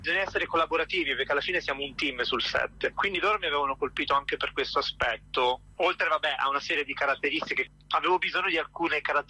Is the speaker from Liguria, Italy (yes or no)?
yes; Genoa, Liguria, Italy; moved away as an adult; also born or lived in Rome; now in London, United Kingdom; Io sono genovese e ho cominciato a lavorare nella televisione locale per piccole trasmissioni, finché poi quest'idea di cinema si è concretizzata e ho deciso di fare il passaggio da Genova a Roma.